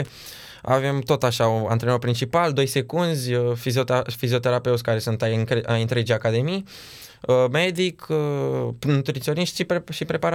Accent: Romania; sunt și român

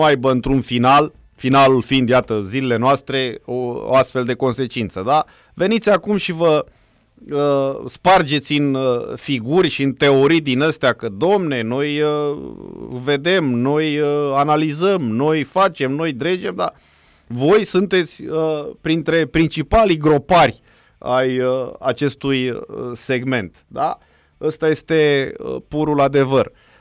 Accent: Romania; mă simt insultat ca român

